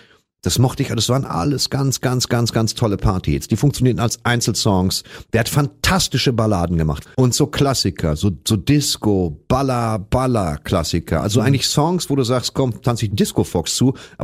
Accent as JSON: {"language": "German", "region": "North Rhine-Westphalia", "country": "Germany", "tie": "born or raised there", "said": "Jetzt kommt jemand aus meiner Heimat. Dieser Mann ist Heimat. Tatsächlich ist … ein Titan, der im positiv aufgeladen Sinne der Thanos des Ruhrgebiets."}